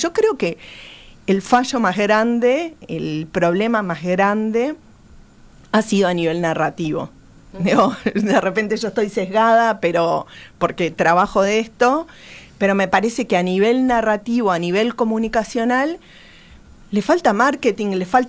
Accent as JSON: {"language": "Spanish", "region": "Buenos Aires", "country": "Argentina", "said": "Yo vengo de Buenos Aires, no queremos eso"}